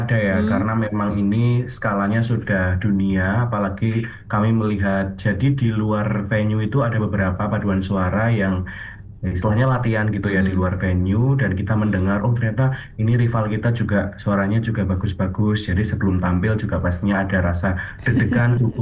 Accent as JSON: {"language": "Indonesian", "town": "Klaten", "region": "Central Java", "country": "Indonesia", "tie": "born or raised there", "moved": "as an adult", "lives_now": "Surakarta, Indonesia", "said": "saya tinggalnya atau sebenarnya saya asli Klaten, tapi saya baru kuliah di Solo."}